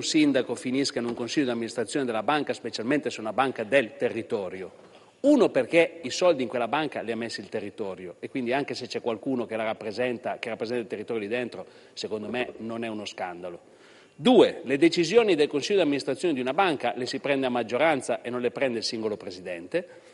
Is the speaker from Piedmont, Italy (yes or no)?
yes; Asti, Piedmont, Italy; sono di Asti.